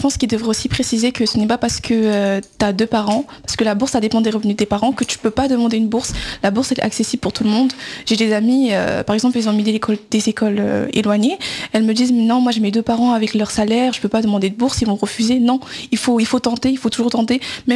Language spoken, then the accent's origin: French; Paris, Île-de-France, France; je suis de Paris.